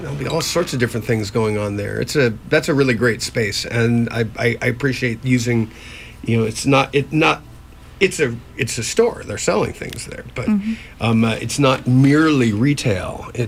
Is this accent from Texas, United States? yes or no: yes; Texas, United States; I'm from Texas. I wasn't born there, but I lived most of my life